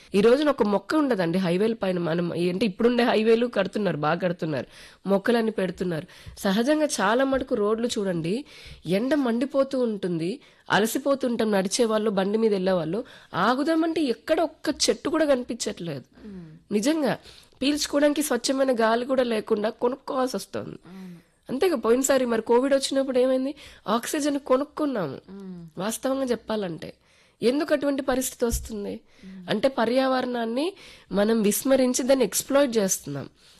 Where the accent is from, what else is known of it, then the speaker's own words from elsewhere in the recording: Andhra Pradesh, India; So నాకు చాలా గర్వకారణంగా ఉంది, నేను ఆంధ్రప్రదేశ్ నుంచి ఉన్నాను కాబట్టి.